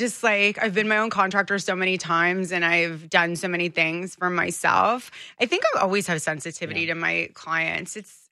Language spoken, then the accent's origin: English; Toronto, Ontario, Canada; now in Costa Rica; Growing up in Toronto, our weather is so extreme.